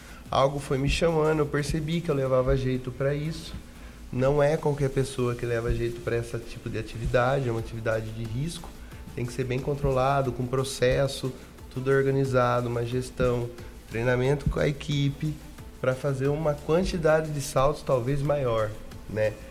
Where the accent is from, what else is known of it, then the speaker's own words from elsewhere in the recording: Limeira, São Paulo, Brazil; born there; Limeirense. Nascido aqui.